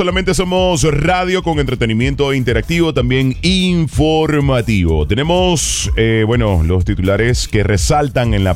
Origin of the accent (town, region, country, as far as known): Venezuela